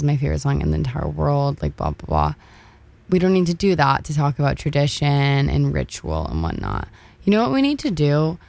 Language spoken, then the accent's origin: English; Midwest, United States; I'm not a country girl. I'm from the Midwest, and I guess there are horses. Like, there are kind of a lot of horses around me.